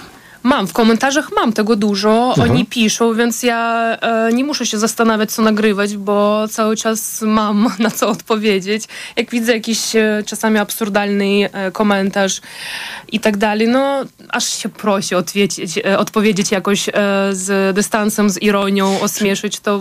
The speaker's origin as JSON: {"language": "Polish", "country": "Ukraine", "first_language": "Russian", "second_language": "Polish", "lives_now": "Poland", "said": "Po ukraińsku jest mi ciężko, bo jestem z miejsca, pochodzę z miejsca, gdzie całe życie rozmawiałam po rosyjsku"}